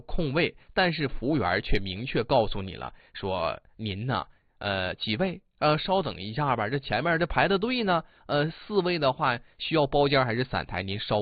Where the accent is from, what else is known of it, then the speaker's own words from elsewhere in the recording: Northeast China, China; accent: Northeastern Mandarin; 咱们东北话讲叫什么？叫随大溜啊。